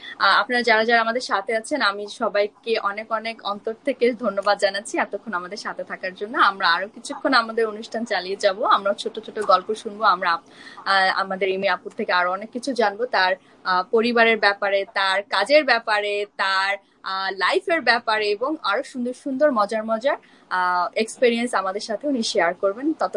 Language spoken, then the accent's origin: Bangla; Bangladesh; moved away; যেমন আমার ছোটবেলা থেকে আমি যখন বাংলাদেশে ছিলাম বড় হয়েছি উনাদেরকেই দেখেছি